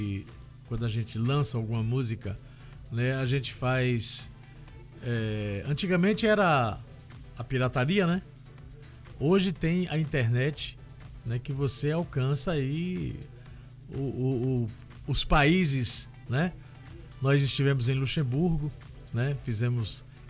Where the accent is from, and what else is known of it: Northeast Region, Brazil